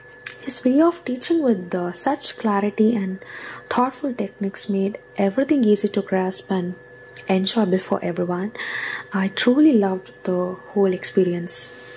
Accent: Udupi, Karnataka, India; moved away; So back in India, there was a concert of Sir in my hometown, Udupi, which is in Karna

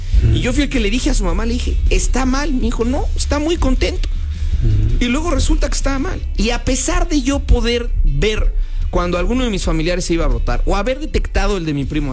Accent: Mexico; si elegimos como mexicanos

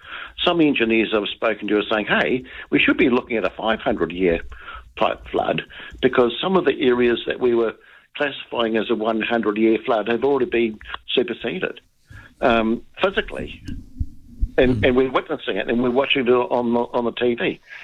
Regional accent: Christchurch, Canterbury, New Zealand; and I'm originally from Christchurch

